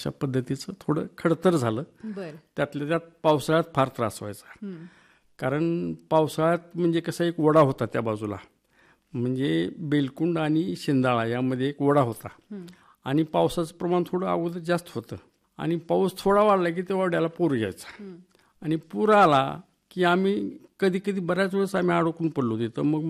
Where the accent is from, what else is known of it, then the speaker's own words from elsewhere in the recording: Shindala, Maharashtra, India; also born or lived in Wadgaon Siddheshwar, Dharashiv / Belkund; माझी मावशी ही औसा तालुक्याची शिंदळा म्हणून गाव आहे, त्या गावामध्ये माझं लहानपण गेलं. मी तिथं 4th पर्यंत शाळा होती. शिंदळाला मी 4th पर्यंत शिकलो आणि 5वी व 6वी बेलकुंडला शिकलो.